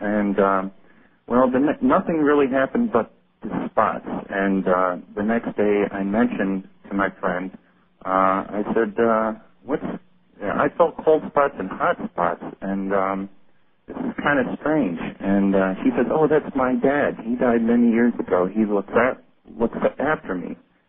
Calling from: Syracuse, New York, United States; from Syracuse, New York.

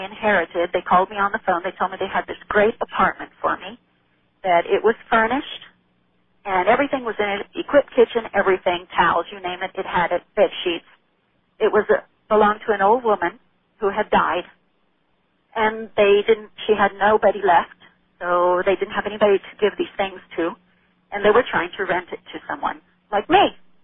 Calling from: Texas, United States; Calling you from Texas.

